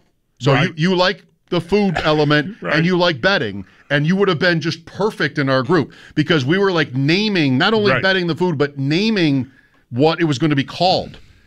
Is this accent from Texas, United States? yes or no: no; Grand Island, New York, United States; I'm from Grand Island, New York.